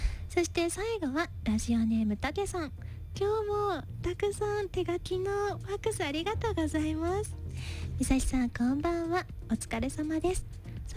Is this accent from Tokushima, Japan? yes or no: yes; Tokushima, Japan; moved away; 私徳島出身やったから、あーもうわややわとか言うよね。